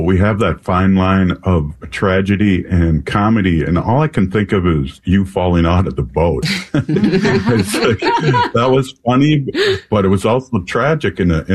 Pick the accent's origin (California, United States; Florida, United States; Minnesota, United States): Minnesota, United States; Minneapolis; Here, I'm from the Twin Cities, Minneapolis, Minnesota, and I have a Native American radio show all over the country called Native Roots Radio